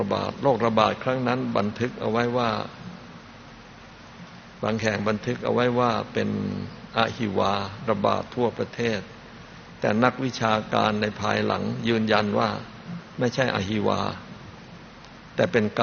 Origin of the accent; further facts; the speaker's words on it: Kanchanaburi, Thailand; เมื่อหลวงพ่อเด็กๆ เกิดที่จังหวัดกาญจนบุรี